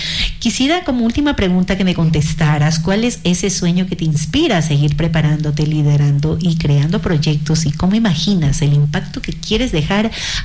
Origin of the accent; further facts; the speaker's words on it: Ecuador; me siento tan orgullosa como mujer, como ecuatoriana